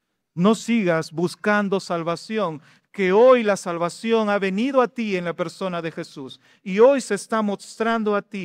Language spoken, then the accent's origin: Spanish; Peru